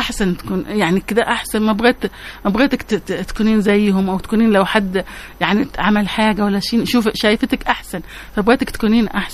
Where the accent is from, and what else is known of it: Yemen